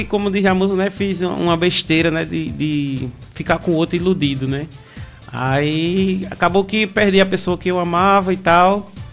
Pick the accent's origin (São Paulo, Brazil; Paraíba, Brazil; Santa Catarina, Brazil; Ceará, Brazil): Paraíba, Brazil; Taperoá; eu sou natural de Taperoá, interiorzão, terra de Ariano Suassuna